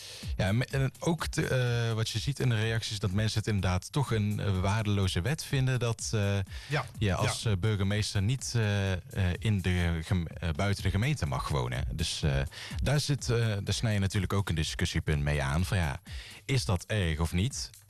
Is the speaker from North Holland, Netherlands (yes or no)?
no; Dongen, North Brabant, Netherlands; now in Breda, Netherlands; Ik kwam uit Dongen